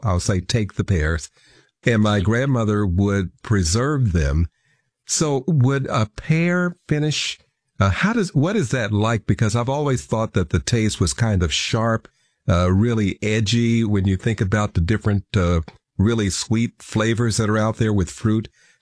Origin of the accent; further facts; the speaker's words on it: Kansas City, Missouri, United States; A personal story. I grew up in Kansas City.